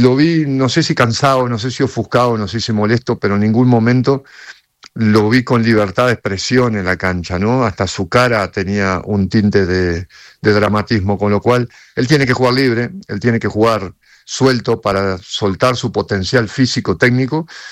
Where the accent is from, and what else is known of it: Uruguay